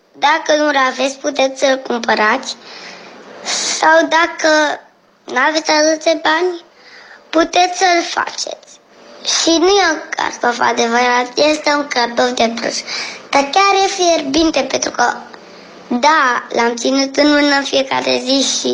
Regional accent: Galați, Galați County, Romania; din Galați și vreau să vă spun jocul meu.

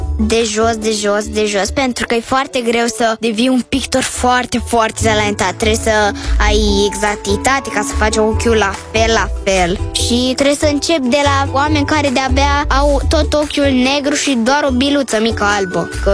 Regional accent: Bucharest, Romania; și sunt din București și am 8 ani.

